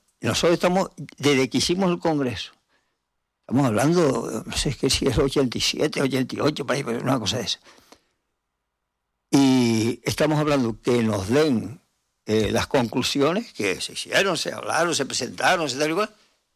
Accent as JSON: {"language": "Spanish", "town": "Guatiza", "region": "Canary Islands", "country": "Spain", "tie": "born there", "said": "Está ahí al ladito de donde yo nací, en Guatiza."}